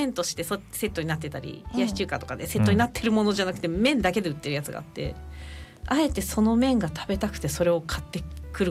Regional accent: Hokkaido, Japan; moved away; 私あの北海道育ちですので

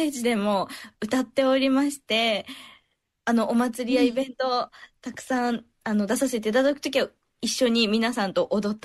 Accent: Aso, Kumamoto, Japan; 私のふるさと、熊本は阿蘇

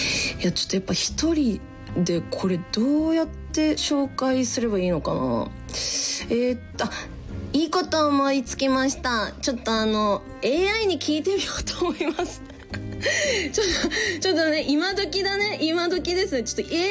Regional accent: Nichinan, Miyazaki, Japan; 鬼塚千尋さんは私と同じ日南市出身なんですよ。

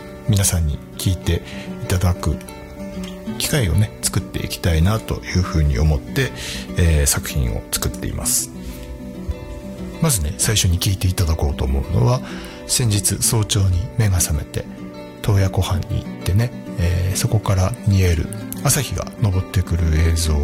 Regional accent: Hokkaido, Japan; 美しい洞爺湖畔で普段ね生活をして、そして美しい自然がいっぱいの北海道で生まれ育って、そして今もね北海道で生活している

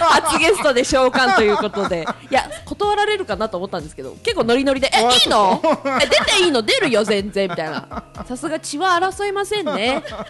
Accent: Fukuoka, Japan; さあこの番組は大好きな地元筑豊のいろんな魅力や歌う筑豊のインフルエンサーとしての活動をお届けする番組です。

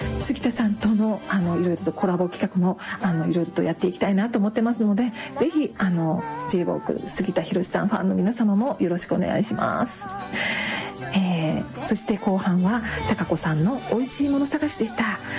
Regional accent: Takamatsu, Kagawa, Japan; 私も香川県高松市出身なので

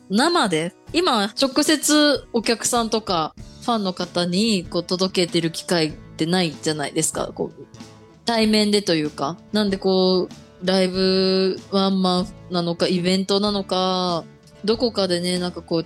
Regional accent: Nagoya, Aichi, Japan; 私地元が愛知県名古屋なんですけど

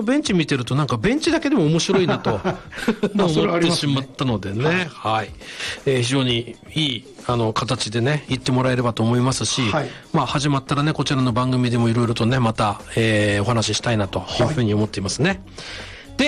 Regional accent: Akita, Japan; ただまあこう地元の秋田にいる身として

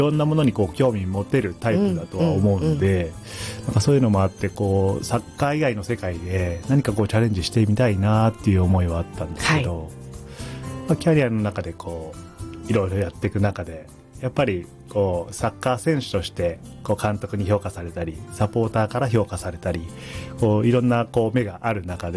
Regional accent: Gunma, Japan; で2020年にまた群馬に戻ってくるんですけど、

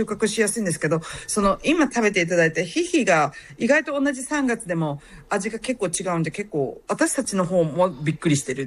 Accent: Aichi, Japan; now in New Zealand; 注文があればニュージーランドから直接 DHL さんを使って送ったりとか、うん、あと、まあ、多少私の実家の愛知県にストックがあるので、そこにあるものだったら国内で郵送しているって感じですね。

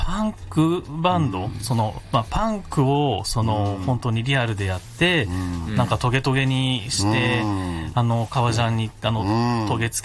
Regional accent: Ichinomiya, Aichi, Japan; now in Nagoya, Japan; 私はですね、今は名古屋に住んでますが、うん、愛知県の一宮市っていうですね、うん、ちょっと郊外の町出身でして

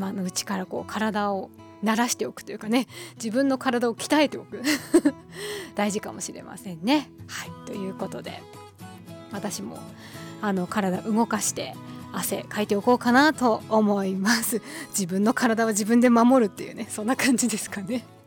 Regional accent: Ishinomaki, Miyagi, Japan; accent: Tohoku dialect (Ishinomaki area); なんかそれがもう普通なので、息子にとってはだいぶなんかこう方言というか東北弁というか、ここら辺のね、石巻地域の言葉がなんか馴染んできたというか

